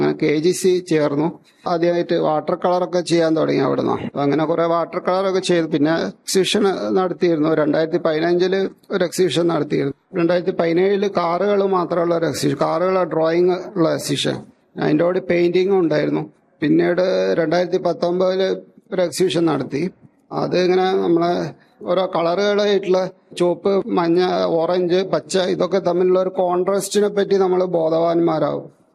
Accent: Lakshadweep, India; also born or lived in Kozhikode, India; ഞാൻ ലക്ഷദ്വീപിലാണ് വളർന്നത്. അച്ഛൻ അവിടെ PWD ജോലി ചെയ്തത്.

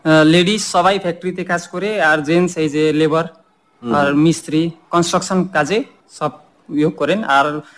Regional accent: Fulbari, Jalpaiguri district, West Bengal, India; আমার জন্ম এখানে, আমার বাবারা প্রায় কত 1950-এর তখন থেকে আছেন

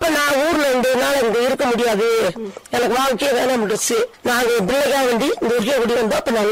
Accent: Varusanadu, Tamil Nadu, India; moved away as an adult; now in Kodaikanal area, India; எங்க சொந்த ஊரு வருஷநாடு.

